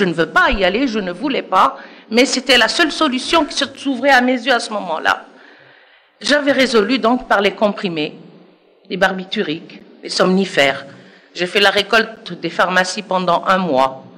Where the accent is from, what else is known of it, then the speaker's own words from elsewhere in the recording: Algeria; now in Geneva, Switzerland; Je suis algérienne d'origine. Je suis née musulmane, je n'ai pas choisi.